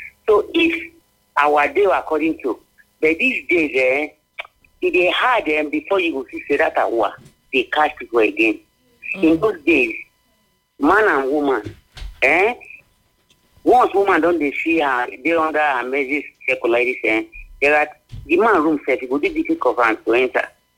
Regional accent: Udo, Nigeria; I come from Udo.

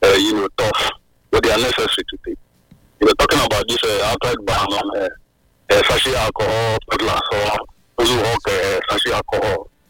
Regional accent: South East, Nigeria; born there; those days when we were growing up, we'd be handed, a little token to go and get, call it in KG, in southeast part of this country.

